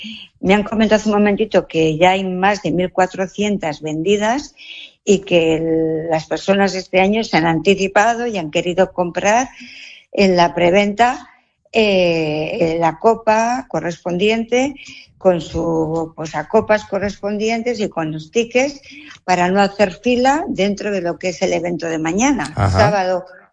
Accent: Alfaro, La Rioja, Spain; somos un municipio riojano

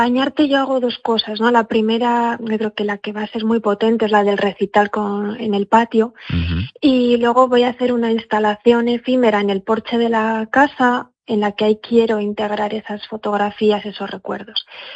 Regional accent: Baños de Río Tobía, La Rioja, Spain; born there; yo pasé parte de mi infancia viviendo en Baños de Río Tobía, aunque siempre he estado muy vinculada, ¿no? Aunque no hubiera vivido en Baños, pues cuando era muy pequeñita venía aquí los fines de semana, en verano

